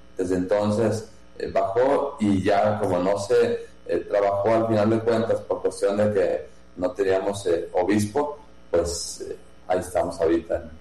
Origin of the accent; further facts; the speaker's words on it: Jalisco, Mexico; now in Campeche, Mexico; Yo soy de Jalisco y mi diócesis es San Juan de los Lagos, de donde vengo.